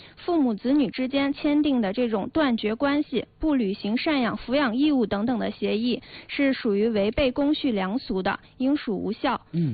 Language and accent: Chinese; China; 我们中国人讲究家和万事兴